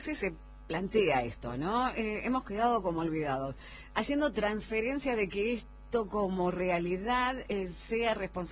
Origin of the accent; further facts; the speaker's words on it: Jujuy, Argentina; esto te lo digo yo, como jujeña, como orgullosa jujeña